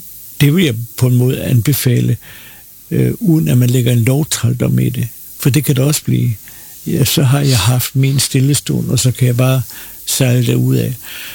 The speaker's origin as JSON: {"language": "Danish", "town": "Copenhagen", "region": "Capital Region of Denmark", "country": "Denmark", "tie": "born or raised there", "moved": "yes", "lives_now": "Bornholm, Denmark", "said": "Jeg voksede op på Utterslev Torv i København og gik i Bellerhøjskole."}